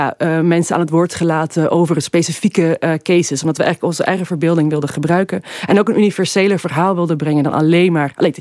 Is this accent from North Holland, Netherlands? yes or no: yes; Amsterdam, North Holland, Netherlands; now in Brussels, Belgium; Nee, ik kom uit Amsterdam en woon in Brussel.